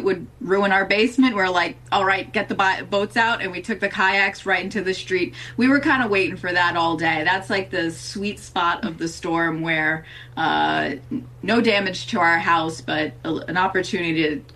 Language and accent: English; New York City, New York, United States; we grew up in Howard Beach.